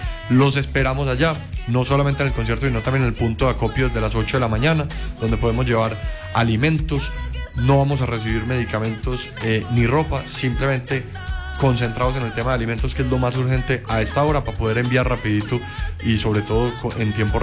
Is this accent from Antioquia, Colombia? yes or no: yes; Antioquia, Colombia; Los paisas somos solidarios